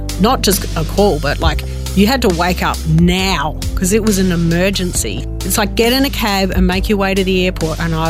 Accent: Adelaide, South Australia, Australia; also born or lived in Melbourne; So I was born in Melbourne, but we moved to Adelaide when I was about five for my dad's work. He worked for the Ford Motor Company. And we settled into a lovely Adelaide community.

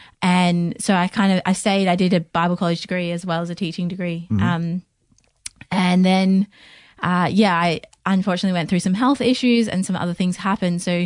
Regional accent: Australia; I'm from Australia.

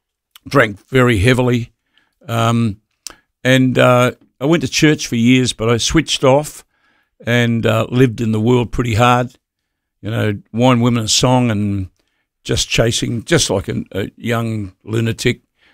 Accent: Bendigo, Victoria, Australia; as a boy, I grew up in Bendigo. My dad was in the army.

